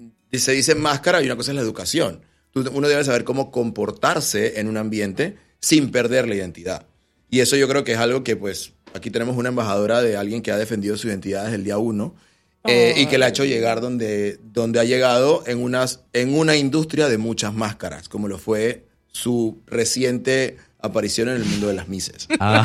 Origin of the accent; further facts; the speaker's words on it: Panama City, Panamá, Panama; yo soy panameño, mi mamá es brasileña, igual creció también en Panamá. O sea, se vino desde muy niña a Panamá. Mi papá es de La Chorrera. Y bueno, crecí en Villa de las Fuentes y La Alameda, por allá okay. Por El Dorado.